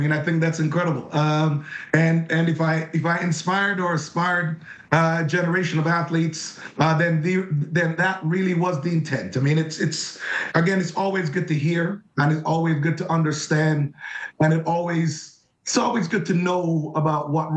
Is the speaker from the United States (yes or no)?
no; Jamaica; born there; I think that I was born in Jamaica. And so in Jamaica, when you're in grade one, grade two, what track and field is the standard.